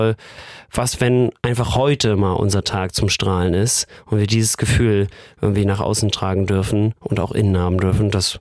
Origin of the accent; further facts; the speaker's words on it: Wismar, Mecklenburg-Vorpommern, Germany; in Wismar, wo ich herkomme